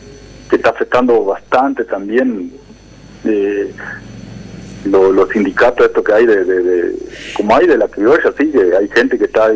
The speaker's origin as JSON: {"language": "Spanish", "country": "Uruguay", "said": "nosotros como uruguayos"}